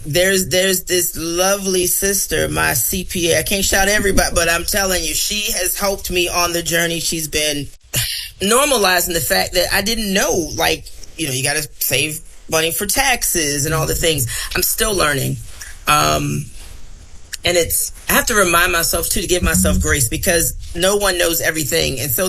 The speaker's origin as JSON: {"language": "English", "region": "Virginia", "country": "United States", "tie": "born there", "said": "And even as it, like, I'm a, like I said, military brat. I was born here in Virginia, didn't grow up here. So I'm used to going wherever I'm assigned."}